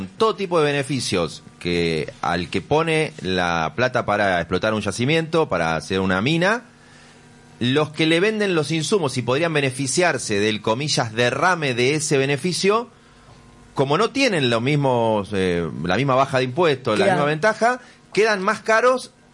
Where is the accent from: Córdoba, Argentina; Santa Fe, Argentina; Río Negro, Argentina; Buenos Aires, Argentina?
Buenos Aires, Argentina; yo soy un porteño sentado acá que habla